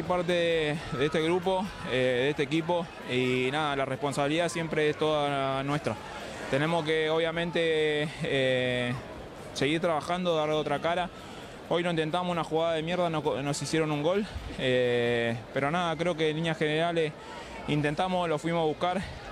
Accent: Argentina; Soy un argentino más que va a alentar por ellos

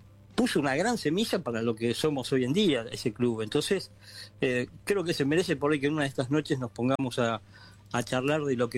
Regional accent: Monte Grande, Buenos Aires Province, Argentina; mis dos o tres cuadras de niño en Montegrande

